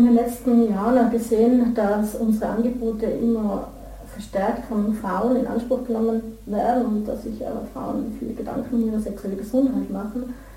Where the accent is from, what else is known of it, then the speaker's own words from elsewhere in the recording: Tyrol, Austria; Weil es ein sehr stigmatisiertes Klima ist bei uns in Tirol, und sicher nicht nur bei uns, sondern allgemein.